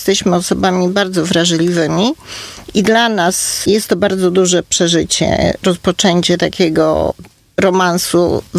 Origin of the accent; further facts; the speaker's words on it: Warsaw, Masovian Voivodeship, Poland; na przykład ja jestem z Warszawy